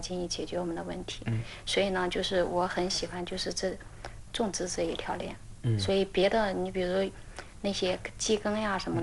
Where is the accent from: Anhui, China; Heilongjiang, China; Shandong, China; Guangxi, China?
Anhui, China; 因为本来我们就是安徽的